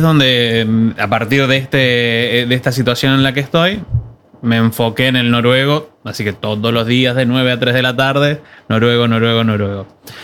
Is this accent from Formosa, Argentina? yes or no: no; Tierra del Fuego, Argentina; moved away as an adult; also born or lived in Tucumán, Argentina / Rosario, Argentina / Spain; now in Norway; Soy tucumano. Me crié en Tierra del Fuego y después, bueno, en la universidad donde conocí a mi esposa y demás, en Rosario.